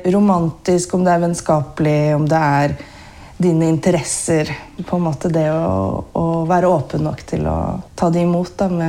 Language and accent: Norwegian; Geilo, Buskerud, Norway; Ja, jeg kommer fra Hallingdal, jeg kommer fra Geilo, men det hører man ikke så godt heller. Men oppvokst på Geilo, men familien fra Vestlandet